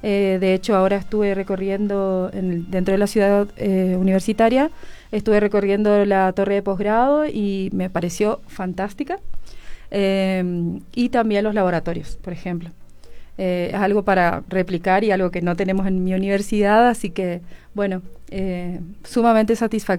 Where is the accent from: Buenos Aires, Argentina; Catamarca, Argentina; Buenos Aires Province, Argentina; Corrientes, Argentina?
Corrientes, Argentina; Corrientes, de donde vengo